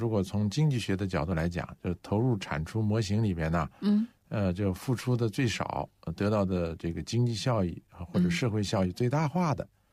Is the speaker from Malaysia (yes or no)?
no; China; 我们作为中国人呢，培养出个小外国人来也培养不出来。